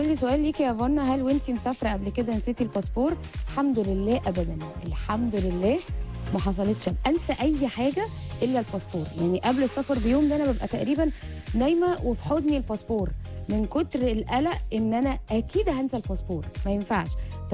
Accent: Egypt; احنا كمصريين

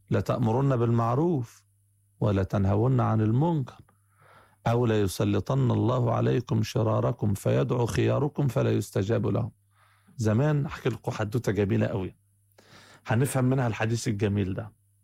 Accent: Egypt; أنا مصري وإنت مصري وأبويا مصري وأبوك مصري، مصريين الحمد لله.

